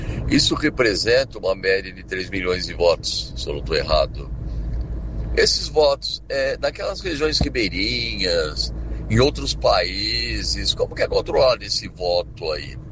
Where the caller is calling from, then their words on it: Bragança Paulista, São Paulo, Brazil; aqui quem fala é … hoje estou falando aqui de Bragança Paulista.